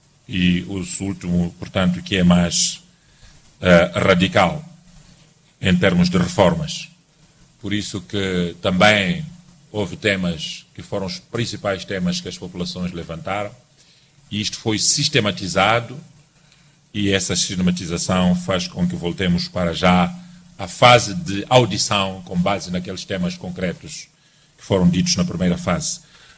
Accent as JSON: {"language": "Portuguese", "country": "Mozambique", "said": "todos nós, como moçambicanos"}